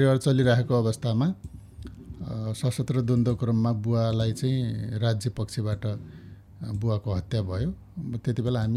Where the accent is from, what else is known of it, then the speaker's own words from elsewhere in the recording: Jajarkot, Karnali Province, Nepal; born there; म खास गरी जाजरकोट मेरो जन्मस्थान हो।